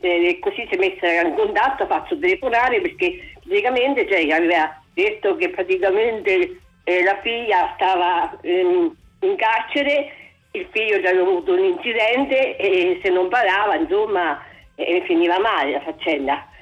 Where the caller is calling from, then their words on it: Macerata, Marche, Italy; Io sono di Macerata.